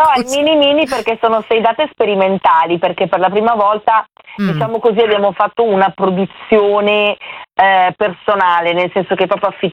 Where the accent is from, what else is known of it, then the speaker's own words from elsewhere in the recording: Pioltello, Lombardy, Italy; No, io sono proprio di Pioltello e quindi sono così semplice senza H, ciao.